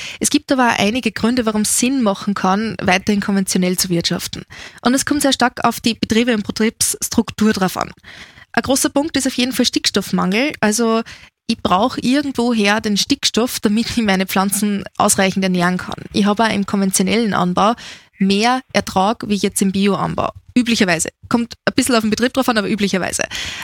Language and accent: German; Austria; Bei uns in Österreich ist seit jeher die Sikkation verboten.